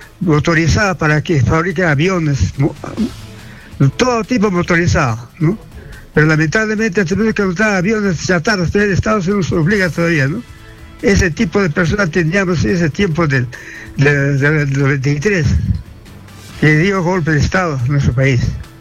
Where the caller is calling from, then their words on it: Arequipa, Peru; Le hablo de Arequipa.